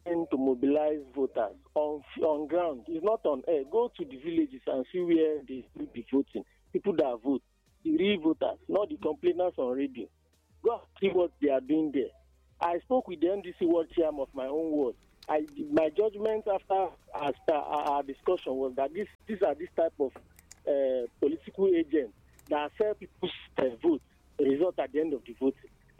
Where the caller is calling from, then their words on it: Nigeria; I'm from Ibuezi North.